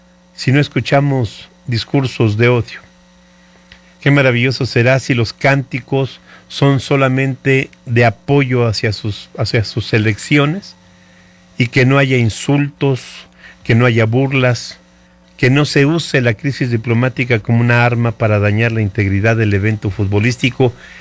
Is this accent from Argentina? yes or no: no; Mexico; merecemos todos como mexicanos